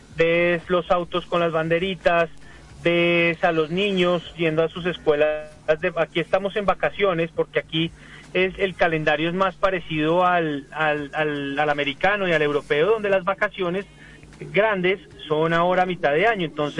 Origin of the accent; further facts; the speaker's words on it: Colombia; ustedes saben cómo somos los colombianos